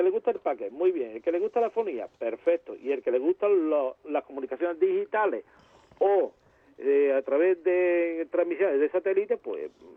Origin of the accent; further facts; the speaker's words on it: Córdoba, Andalusia, Spain; moved away as an adult; now in Seville, Spain; tú sabes que yo soy de Córdoba.